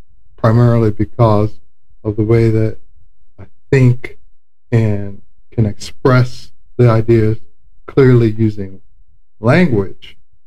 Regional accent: Florida, United States; born or raised there; accent: South Florida

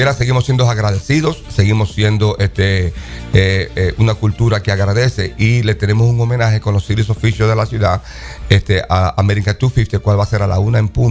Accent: Dominican Republic; now in United States; como dominicanos, tenemos que aceptar y saber celebrar y saber decir gracias a todas las culturas que han aportado algo en nosotros.

